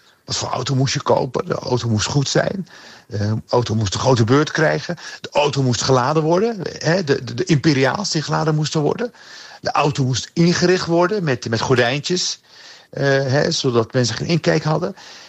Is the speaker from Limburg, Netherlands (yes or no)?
no; Rotterdam, South Holland, Netherlands; We groeiden op in Rotterdam.